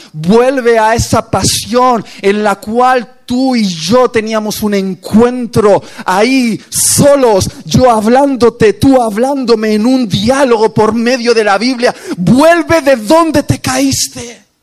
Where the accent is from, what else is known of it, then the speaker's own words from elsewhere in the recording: Basque Country, Spain; Y yo le dije, orgulloso como buen vasco